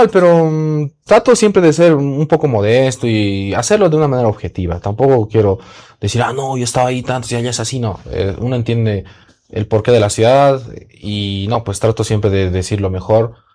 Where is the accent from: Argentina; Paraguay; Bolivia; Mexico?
Bolivia; Y yo les dije, ah, no, sí, ahí soy de Bolivia y todo.